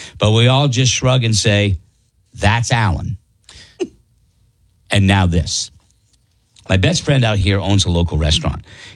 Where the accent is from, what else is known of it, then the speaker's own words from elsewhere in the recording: New England, United States; moved away; I grew up in New England, but I moved out west years ago.